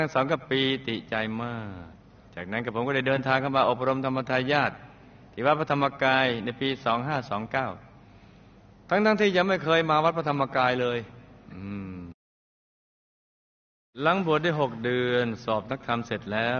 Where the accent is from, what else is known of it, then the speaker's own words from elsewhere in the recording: Bangkok, Thailand; born there; ผมเกิดที่กรุงเทพ